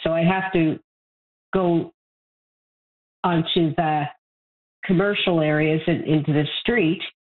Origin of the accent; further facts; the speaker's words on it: Toronto, Ontario, Canada; now in Beaconsfield, Canada; I grew up in Toronto on the edge of the Rouge National Park in Blake, Ontario, and I was able to walk along the waterfront trail. But when I moved to Beaconsfield